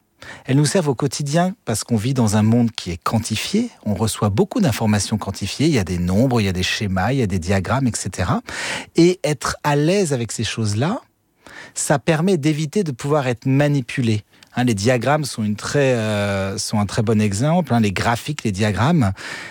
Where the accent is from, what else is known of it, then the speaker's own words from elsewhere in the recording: Fréjus, Provence-Alpes-Côte d'Azur, France; j'ai un moment Eureka en me baignant, en nageant dans la plage de mon enfance à Fréjus.